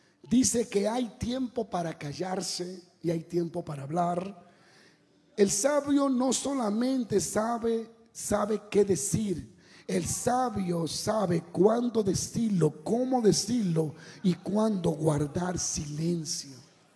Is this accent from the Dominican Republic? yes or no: yes; Dominican Republic; Yo soy dominicano.